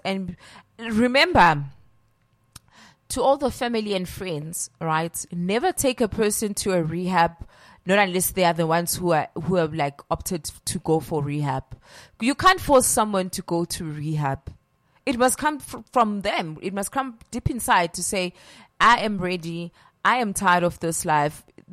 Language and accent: English; Soweto, Gauteng, South Africa; I'm from Deep Kloof